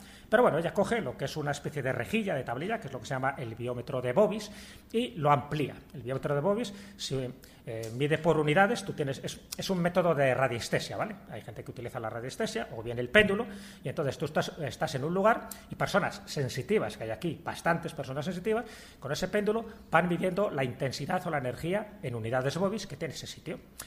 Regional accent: Spain; como yo vivo en España, y nací en España, pues evidentemente tiro para mi lugar

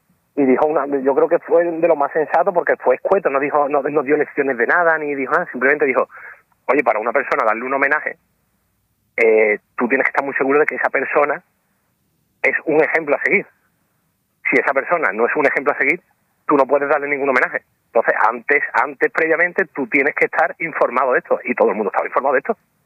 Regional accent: Seville, Andalusia, Spain; yo soy un tío de Sevilla que le gusta el carnaval.

